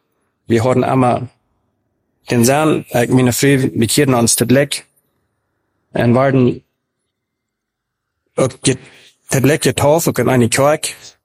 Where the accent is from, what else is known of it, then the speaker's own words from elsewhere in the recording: Paraguay; German is a second language; also born or lived in Mexico; Ich bin in Mexiko geboren und in diesem 1973. Meine Eltern traten in Paraguay, als ich ein Jahr war. Mit etwa ein Jahr. Du sind ich dann die meiste Zeit abgewachsen.